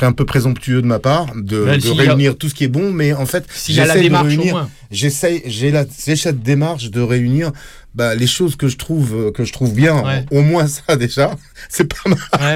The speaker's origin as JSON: {"language": "French", "country": "Senegal", "also_born_or_lived": "Morocco", "moved": "yes", "lives_now": "France", "said": "c'est le tama chez nous, au Sénégal."}